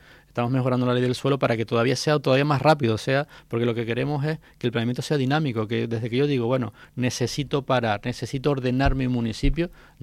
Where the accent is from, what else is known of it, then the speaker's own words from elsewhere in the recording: Canary Islands, Spain; como los canarios queramos